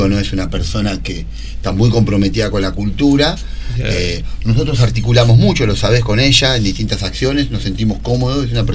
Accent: Buenos Aires, Argentina; Uno ha vivido en Capital, me he formado ahí.

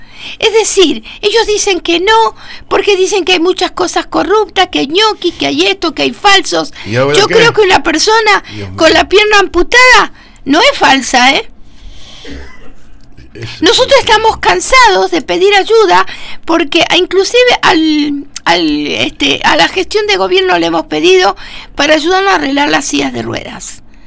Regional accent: Argentina

